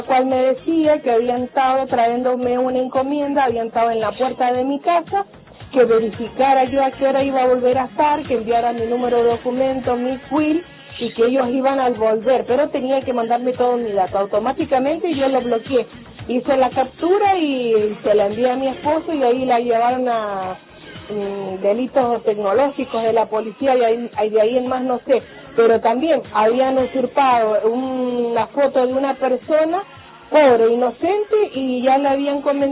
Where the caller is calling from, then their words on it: Cuadro Nacional, Mendoza, Argentina; de Cuadro Nacional.